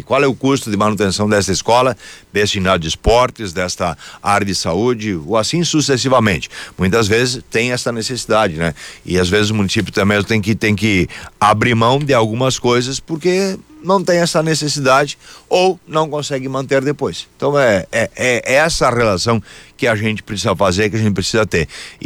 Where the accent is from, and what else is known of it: upper Taquari Valley, Rio Grande do Sul, Brazil